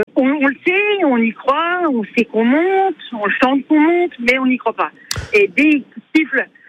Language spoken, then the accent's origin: French; Montbéliard, Bourgogne-Franche-Comté, France; born there; ça fait des années que je vais à Bonal, j'ai grandi au Stade Bonal, donc je savais de quoi était capable le peuple sochalien